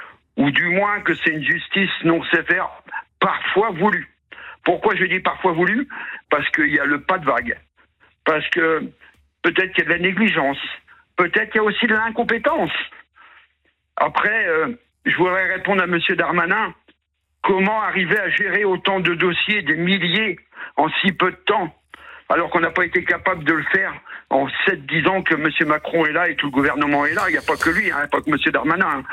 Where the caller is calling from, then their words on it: Beauvais, Hauts-de-France, France; j'habite à Beauvais.